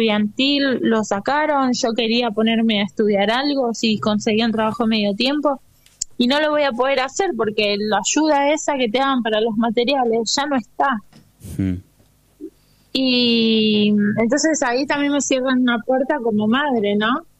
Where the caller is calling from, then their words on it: Argentina; esta realidad que estamos viviendo como argentinos es muy triste